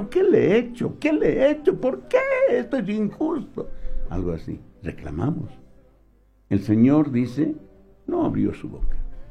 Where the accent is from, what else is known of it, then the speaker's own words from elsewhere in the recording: Bolivia; lo que decimos en el oriente boliviano